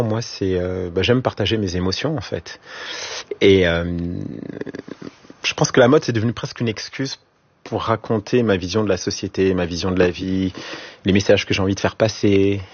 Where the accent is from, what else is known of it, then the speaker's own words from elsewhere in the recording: Île-de-France, France; Je fais partie des traîtres de la région parisienne.